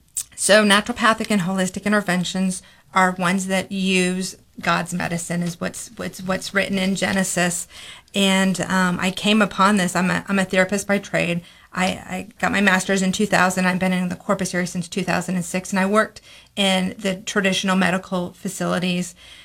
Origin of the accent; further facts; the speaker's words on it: Dallas, Texas, United States; And I grew up in the Dallas area, and the two places, it was New York and LA, no thank you